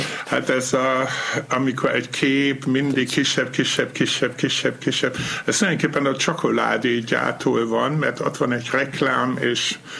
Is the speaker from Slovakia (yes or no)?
no; Allendorf, North Rhine-Westphalia, Germany; Hungarian is a second language; now in Hungary; Van egy 1500 lelkű falu, ott születem, Allendorf.